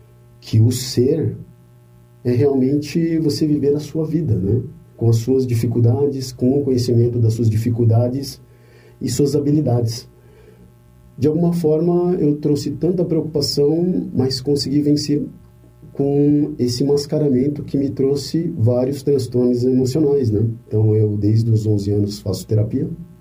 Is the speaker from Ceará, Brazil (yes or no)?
no; São Paulo, Brazil; Eu sou paulistano, nasci na capital, vivi minha vida inteira na capital